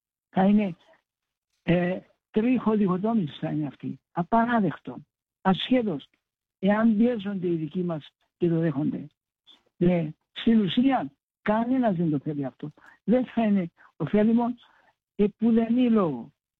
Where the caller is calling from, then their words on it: Cyprus